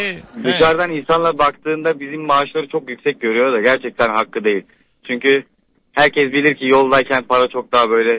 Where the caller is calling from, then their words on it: Istanbul, Turkey; ben İstanbul'dan arıyorum.